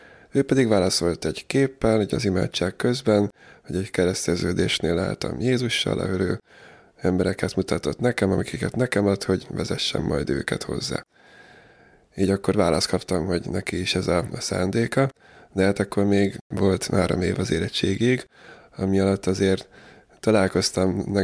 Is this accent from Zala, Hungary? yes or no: no; Dunakeszi, Pest, Hungary; Dunakesziről származom, 38 éves vagyok jelenleg. Hagyományos katolikus vallásos családba születtem. Nagyapáim sekrestések voltak